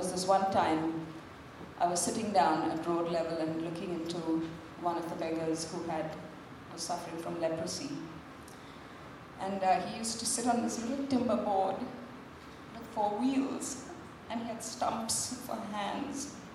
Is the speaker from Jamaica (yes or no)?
no; Mumbai, Maharashtra, India; I come from India. I grew up in a really small, very small connected neighborhood on the outskirts of Mumbai in a little suburb called Chembur.